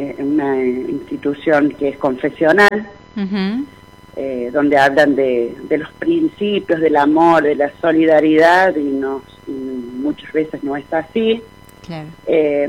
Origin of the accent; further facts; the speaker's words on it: San Juan, Argentina; moved away as an adult; now in Chubut, Argentina; En mi caso, yo comencé trabajando en San Juan, porque bueno, yo soy de San Juan, pero hace más de 21 años que vivo acá en la Patagonia, en Chubut.